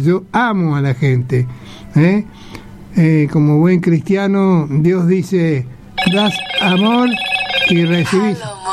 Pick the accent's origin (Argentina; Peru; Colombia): Argentina; Buenos Aires; born there; moved away as an adult; now in Gregorio de Laferrere, Argentina; Yo vivía en Capital, en Pompeya, donde tengo mi casa que nací. Y porque ahora vivo en La Ferrere.